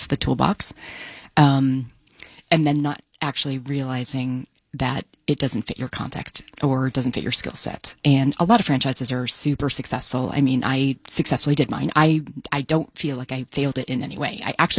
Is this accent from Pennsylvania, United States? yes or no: no; New Hampshire, United States; now in Boise, United States; I came from New Hampshire at the time. So we moved here in 2013 to Boise.